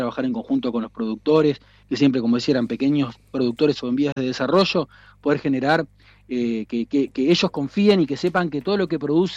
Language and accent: Spanish; Tierra del Fuego, Argentina; Yo soy nacido y criado en Tierra del Fuego, pero mis viejos vinieron del norte